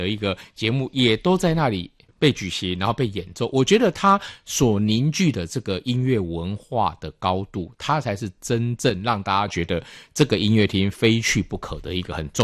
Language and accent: Chinese; Taiwan; 我们台湾人